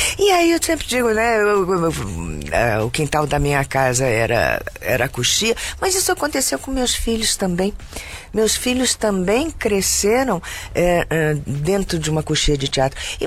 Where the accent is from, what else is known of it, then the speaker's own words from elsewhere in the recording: Rio de Janeiro, Brazil; now in São Paulo, Brazil; Sou natural do Rio de Janeiro.